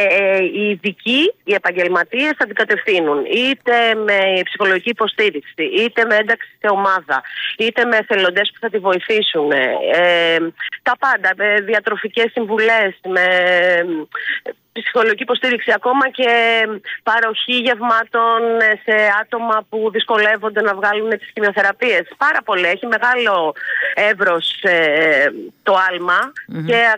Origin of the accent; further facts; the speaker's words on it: Piraeus, Attica, Greece; Και εγώ είμαι Πειραιώτης, να ξέρεις. Αλλά είμαι εδώ πάνω τώρα, στην Αθήνα.